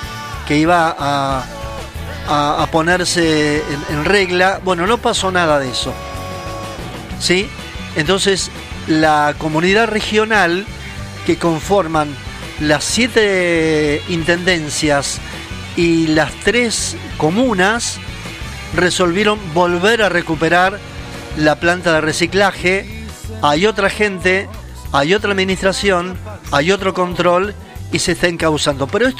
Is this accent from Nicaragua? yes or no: no; Argentina; Para eso somos argentinos.